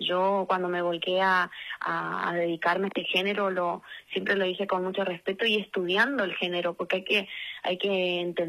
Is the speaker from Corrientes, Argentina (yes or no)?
yes; Corrientes, Argentina; Lo hice porque eso es lo que somos como correntinos y como argentinos.